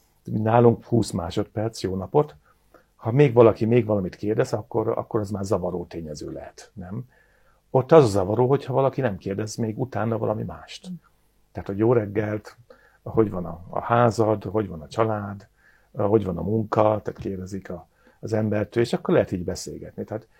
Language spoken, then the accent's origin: Hungarian; Hungary; now in Germany; magyarként Németországba kimentünk tanulni, ott megálltuk a helyünket